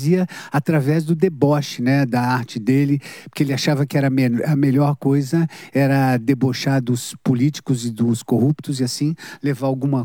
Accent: Brazil; Como brasileiro e como quem, enfim, atravessou todos esses planos, todas essas inflações, todas essas crises

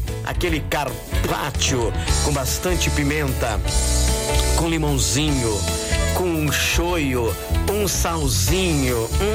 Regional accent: Descalvado, São Paulo, Brazil; Meus amigos da minha terra querida, amada, inesquecível, descalvado

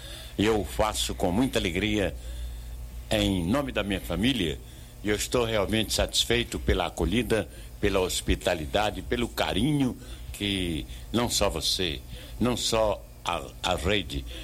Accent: Salvador, Bahia, Brazil; also born or lived in Rio de Janeiro; now in São Paulo, Brazil; eu venho de Salvador, na Bahia, e depois no Rio de Janeiro, e vim para São Paulo.

